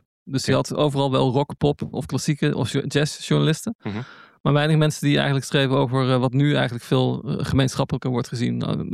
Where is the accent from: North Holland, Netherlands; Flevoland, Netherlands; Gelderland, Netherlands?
Gelderland, Netherlands; Nijmegen; born there; Een andere persoon is in Nijmegen, waar ik geboren ben. Een stad in het oosten van het land.